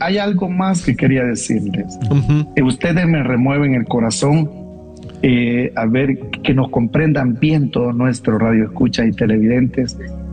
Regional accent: Coatepeque, Santa Ana, El Salvador; now in Metapán, El Salvador; soy originario de Coatepeque. Sirvo en Metapán

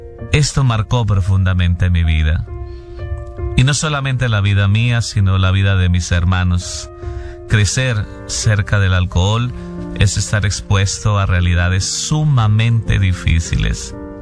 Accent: Llanos Orientales, Colombia; born there; Yo soy de Colombia, de un pueblo muy pequeño pero muy hermoso por allá en los llanos orientales de este país hermoso de Colombia, y allí nací.

